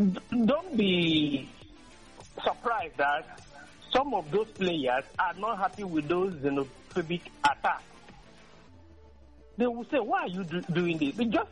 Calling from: Nigeria; from Abowore Road.

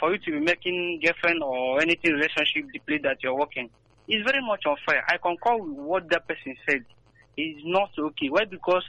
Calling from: Ariara, Nigeria; I'm calling from Ariara.

